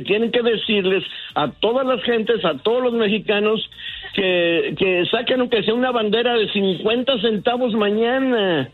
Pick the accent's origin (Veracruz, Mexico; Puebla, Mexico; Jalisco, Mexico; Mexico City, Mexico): Jalisco, Mexico; Guadalajara; yo soy de Guadalajara